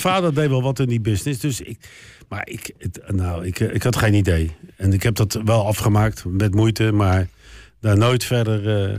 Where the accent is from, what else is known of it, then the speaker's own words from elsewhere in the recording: Delft, South Holland, Netherlands; accent: Haags; also born or lived in The Hague / Rijswijk; now in Voorhout, Netherlands; ik ben geboren in Den Haag. Daar heb ik een jaar of 4, 5 gewoond. Toen zijn mijn ouders verhuisd naar Delft. Dus ik ben eigenlijk opgegroeid in Delft. Ook leuk. En toen uiteindelijk teruggegaan naar eerst Rijswijk en toen Den Haag.